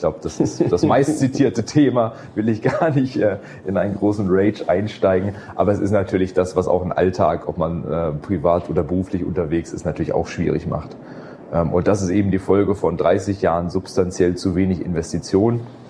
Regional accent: Stuttgart, Baden-Württemberg, Germany; Ja, das ist noch regional, also als Stuttgarter muss ich sagen, oder?

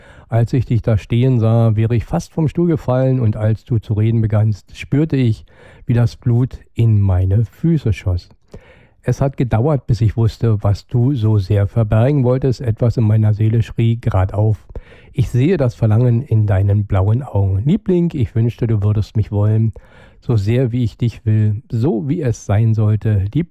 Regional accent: Brandenburg, Germany; wie wir als Brandenburger das auch anders sehen

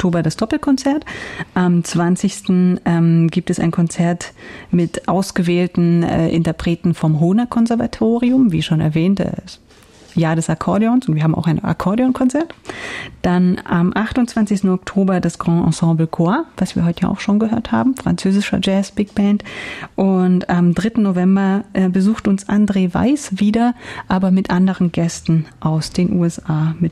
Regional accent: Saxony, Germany; wir kommen alle aus Sachsen.

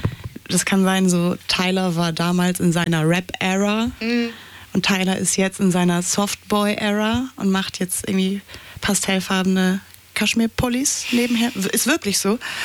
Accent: Berlin, Germany; ich komme aus Berlin und ich komme genau aus der Ecke, wo so

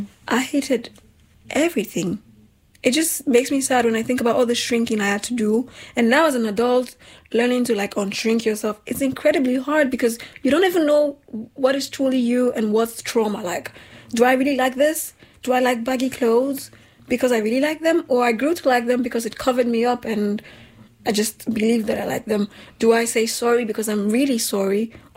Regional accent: Nigeria; because of the way I grew up in Nigeria, I hated my body.

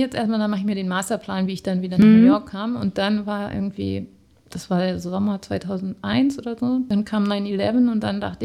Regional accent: Germany; accent: German; moved away as an adult; also born or lived in Netherlands; ich habe auch irgendwie das mir nicht große Mühe gegeben, irgendwie meinen deutschen Akzent zu verstecken.

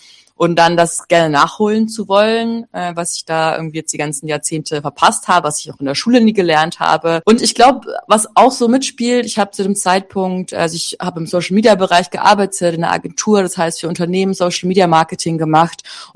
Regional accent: Bavaria, Germany; moved away; das so ganz in der Nähe von meinem Elternhaus ist. Ich komme ursprünglich aus Bayern.

